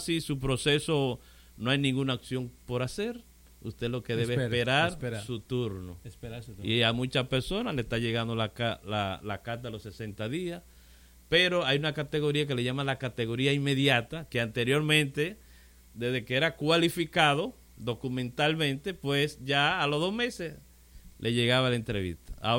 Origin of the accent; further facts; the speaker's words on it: Dominican Republic; mayormente somos más los dominicanos.